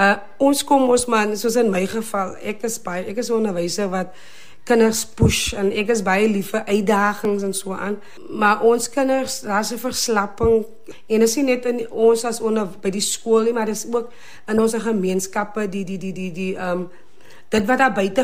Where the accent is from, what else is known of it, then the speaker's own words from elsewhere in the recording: Borgerts, Western Cape, South Africa; ek is hier gebore in Borgerts. So ek het hier geblei, ek het groot geword, my ouders blei nog steeds in Borgerts